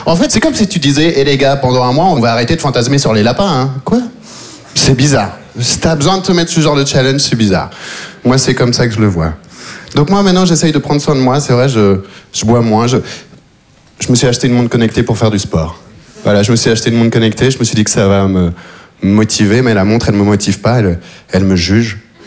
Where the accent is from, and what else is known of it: Belgium; born or raised there